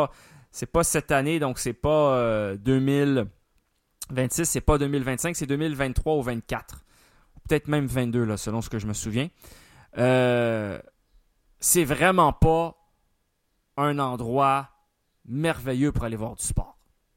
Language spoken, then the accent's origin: French; Montreal, Quebec, Canada; chez nous à Montréal